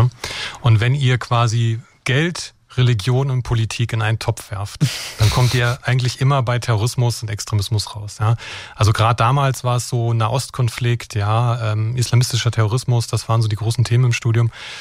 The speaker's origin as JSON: {"language": "German", "region": "Brandenburg", "country": "Germany", "tie": "born or raised there", "said": "Ich muss dazu sagen, ich bin in Brandenburg geboren und aufgewachsen"}